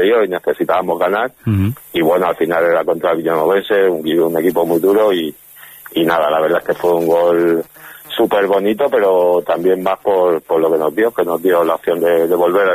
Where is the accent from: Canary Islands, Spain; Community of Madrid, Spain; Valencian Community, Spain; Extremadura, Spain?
Extremadura, Spain; Jaraíz de la Vera; also born or lived in Navalmoral de la Mata; Jaraíz, bueno, es el equipo de mi pueblo, pero bueno, yo los 8 años que estuve en Navalmoral defendiendo al Moralo fueron increíbles